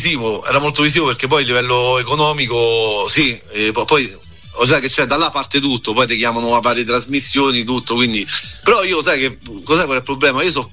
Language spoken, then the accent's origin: Italian; Rome, Lazio, Italy; Ciao Eleonora, vengo da Roma